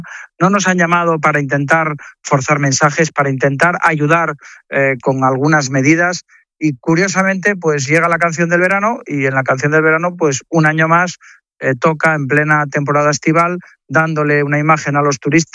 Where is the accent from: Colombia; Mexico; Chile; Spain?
Spain; Asturias; Piensen, yo soy de Asturias, piensen en Asturias, con la climatología que tenemos